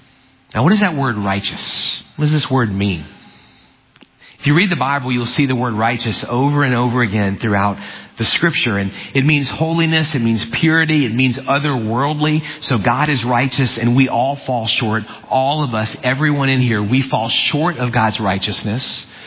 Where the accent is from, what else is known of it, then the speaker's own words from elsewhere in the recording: New Orleans, Louisiana, United States; I grew up in the New Orleans area.